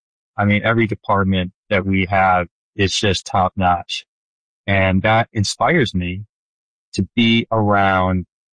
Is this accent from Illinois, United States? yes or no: yes; Chicago, Illinois, United States; moved away; I have a very close set of friends that I've known since basically I was born in the Chicago area, and I had to move away from them